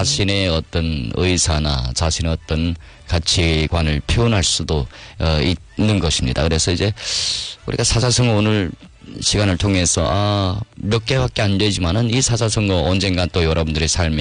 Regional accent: China; 우리 조선족 분들은 우리말로

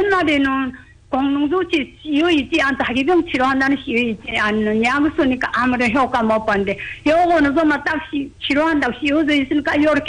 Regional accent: Jilin, China; 우리 연변에는 정말 선생님 그래서 내가 이렇게 좋으니까 우리 고향 동창 친구가

